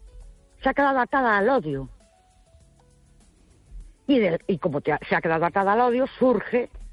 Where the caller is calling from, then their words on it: Ourense, Galicia, Spain; de Orense